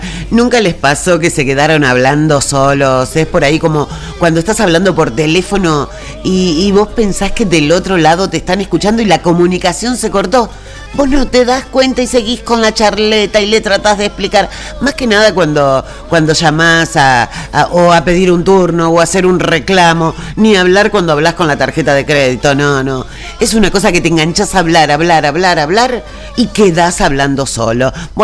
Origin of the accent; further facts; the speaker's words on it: Argentina; Acá estamos, de vuelta en Argentina, como bien argentinos.